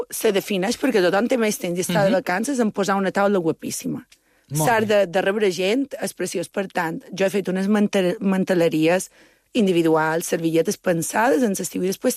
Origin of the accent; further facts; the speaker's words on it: Balearic Islands, Spain; Clar, és que mira, jo te cont, jo som molt mallorquina.